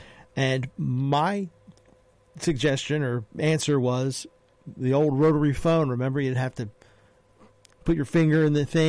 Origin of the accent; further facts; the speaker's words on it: Abington, Pennsylvania, United States; I grew up in Abington